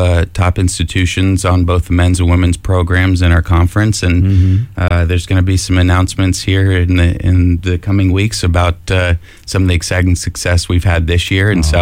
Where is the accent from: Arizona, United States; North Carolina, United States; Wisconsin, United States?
Arizona, United States; now in Northwest Ohio, United States; I grew up in Arizona, but my parents are from the Midwest.